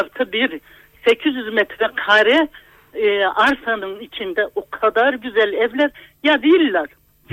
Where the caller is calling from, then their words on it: Malatya, Turkey; Ben Malatya'dan arıyorum.